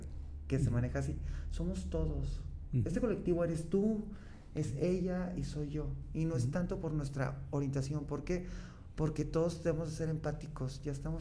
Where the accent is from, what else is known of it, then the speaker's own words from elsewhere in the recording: Guadalajara, Jalisco, Mexico; Porque soy de Guadalajara, de los 14 años yo salí del closet, mi familia me apoyó